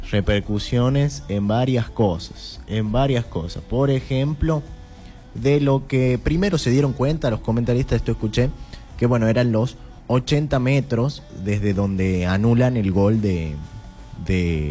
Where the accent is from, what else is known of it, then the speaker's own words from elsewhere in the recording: Argentina; siendo argentino